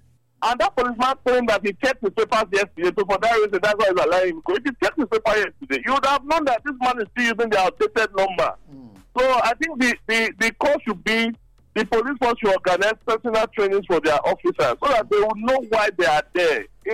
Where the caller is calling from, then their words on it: Benin City, Edo, Nigeria; I'm calling from Benin.